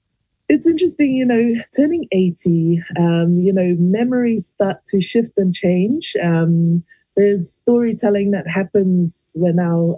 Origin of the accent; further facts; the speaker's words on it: Suva, Central Division, Fiji; moved away as an adult; now in Kapiti Coast, New Zealand; I was born in Fiji. Suva is my hometown. But I've been here in Aotearoa for 25 years. So I like to think I've got one foot in both places. But I'm now relocated to the Kapiti